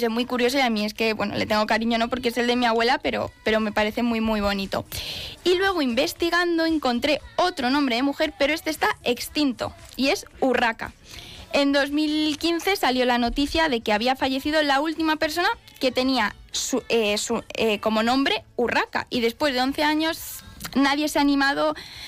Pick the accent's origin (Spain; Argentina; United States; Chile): Spain; Petrola, Castilla-La Mancha; yo soy de Petrola, entonces nuestro gentilicio es Petrolino.